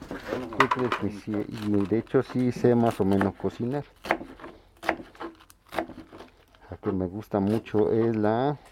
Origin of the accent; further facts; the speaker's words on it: Hidalgo, Mexico; now in Xochimilco, Mexico; Soy estado de Hidalgo. Allá nos dedicábamos lo que es el maíz, el frijol y también café. Ajá. Pero es lo que te digo, allá como que es diferente. Bueno, allá hace más calor y no es como aquí, veo tierra, pura tierra. Allá hay muchas piedras